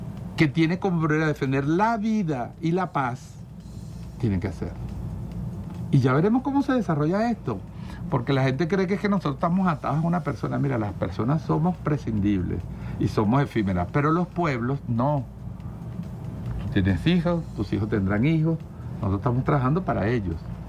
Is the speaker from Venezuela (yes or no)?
yes; Venezuela; todos somos venezolanos, todos tenemos derecho